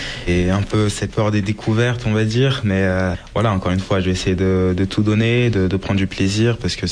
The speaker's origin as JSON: {"language": "French", "town": "Paris", "region": "Île-de-France", "country": "France", "tie": "born there", "said": "Mais je suis aussi avant tout français, parce que je suis né en France, à Paris."}